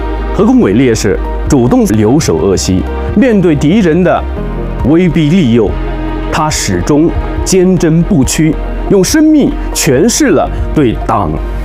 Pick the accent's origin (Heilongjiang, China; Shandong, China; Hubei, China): Hubei, China; Enshi; 虽然咱们恩施并不靠海